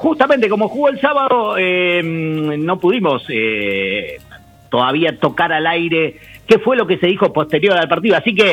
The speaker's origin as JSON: {"language": "Spanish", "country": "Argentina", "said": "Yo soy argentino."}